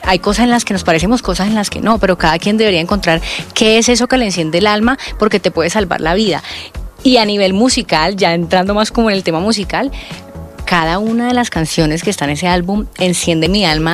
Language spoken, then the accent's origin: Spanish; Colombia; moved away